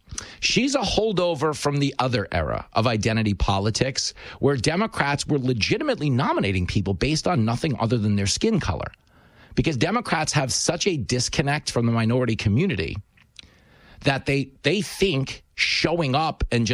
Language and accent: English; Levittown, New York, United States; when I was a little kid, growing up on Long Island, Levittown, Abbey Lane, we had a congressman come to our class one day